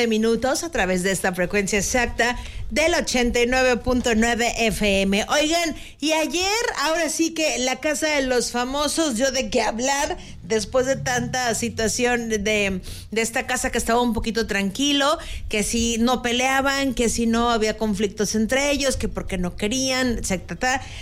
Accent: Mexico; para nosotros como mexicanos

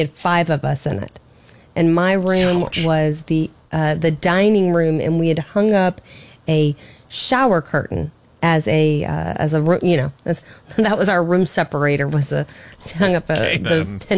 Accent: Brevard County, Florida, United States; moved away; I, of course, am from Brevard County, Florida. I am from the Space Center in Florida.

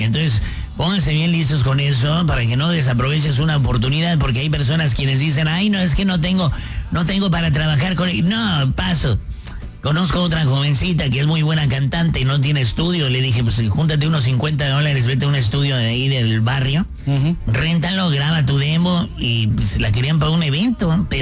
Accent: Ciudad Obregón, Sonora, Mexico; Y si no me conocías … Soy de Ciudad Obregón y doy consejos todos los días para hombres y para mujeres también.

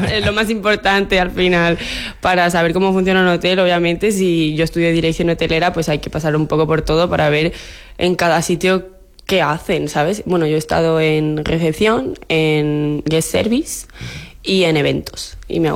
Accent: Ibiza, Balearic Islands, Spain; moved away as an adult; now in Mallorca, Spain; De Ibiza solo yo.

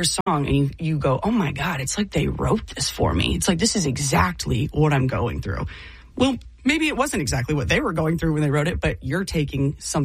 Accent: Worthington, Ohio, United States; Yeah, I grew up in Worthington. I went to the same high school my dad did, which is an awesome blessing, Thomas Worthington.

